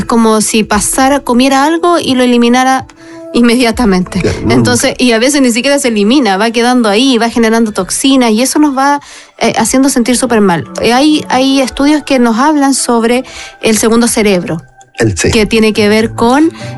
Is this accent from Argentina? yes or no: no; Peru; No, peruano.